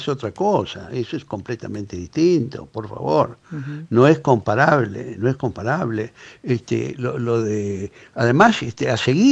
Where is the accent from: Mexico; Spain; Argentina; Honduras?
Argentina